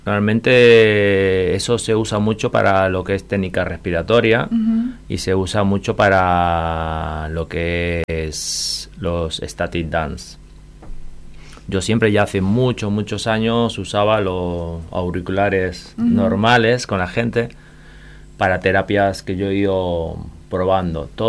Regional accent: Posadas, Misiones, Argentina; born there; moved away as an adult; also born or lived in Barcelona, Spain; soy español, nacido en español, pero en España, Barcelona. Pero de pequeño mis padres hicieron una aventura y yo con 8 años viví 11 años aquí en Posada.

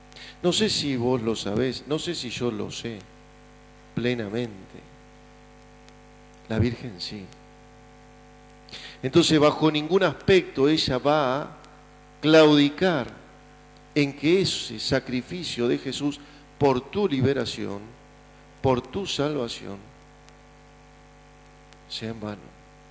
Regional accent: Argentina; nosotros los argentinos

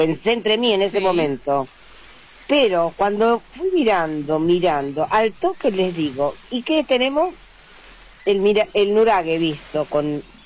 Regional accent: La Plata, Buenos Aires Province, Argentina; Y siempre lo hacemos desde La Plata, soy de La Plata porque ustedes lo saben muy bien.

